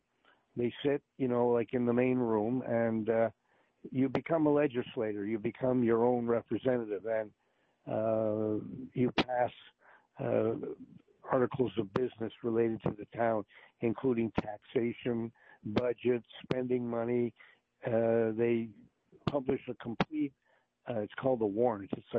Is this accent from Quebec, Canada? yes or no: yes; Montreal, Quebec, Canada; now in Marblehead, United States; My hometown where I grew up was Montreal in Quebec in Canada. But I live in Marblehead, Massachusetts right now